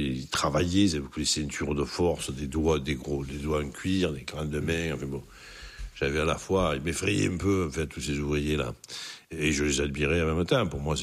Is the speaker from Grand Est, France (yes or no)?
no; Marseille, Provence-Alpes-Côte d'Azur, France; born or raised there